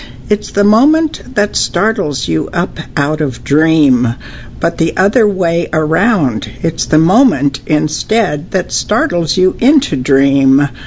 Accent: Nogales, Arizona, United States; born there; I was born in Nogales, Arizona, on the border between Mexico and the United States.

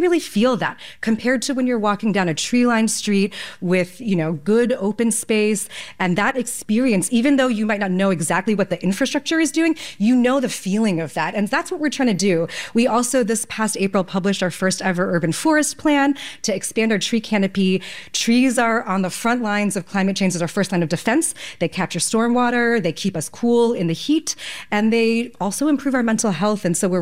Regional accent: New York, United States; as a New Yorker

